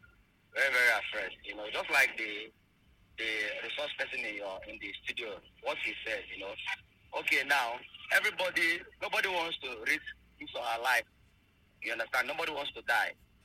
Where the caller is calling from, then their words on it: Enugu, Enugu State, Nigeria; I come from Enugu.